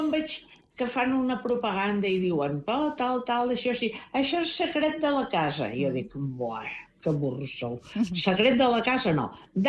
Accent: Ibiza, Balearic Islands, Spain; jo com a eivissenca i que ja tinc anys, em dol molt. Perquè he viscut una època de quan jo era joveneta, ara que tinc 79 anys

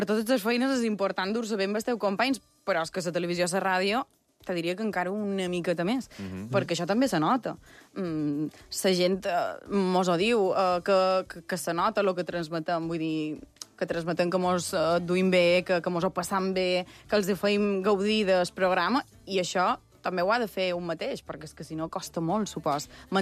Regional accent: Sencelles, Balearic Islands, Spain; born or raised there; now in Palma, Spain

